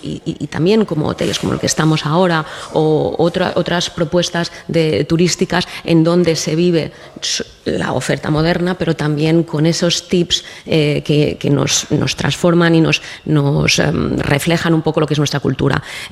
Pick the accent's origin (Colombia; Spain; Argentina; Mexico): Spain; Ibiza, Balearic Islands; Obviamente soy subjetiva, soy ibicenca y soy alcaldesa, aquí, claro.